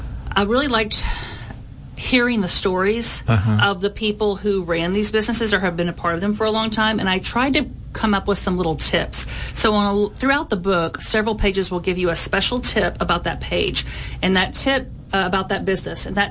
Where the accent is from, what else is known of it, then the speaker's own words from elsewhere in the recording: Shreveport, Louisiana, United States; moved away; it's my hometown. I love my hometown. I miss my hometown.